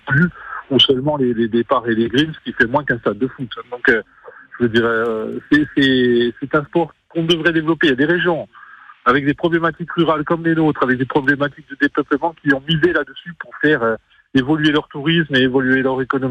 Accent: Corsica, France; Moi, on est ici au Fiumourbe, donc c'est ma région d'origine.

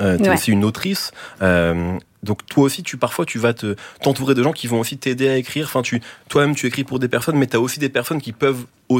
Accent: France; en tant que Français

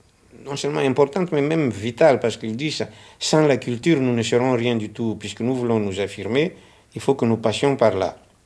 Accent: Madagascar; comme chez nous à Madagascar

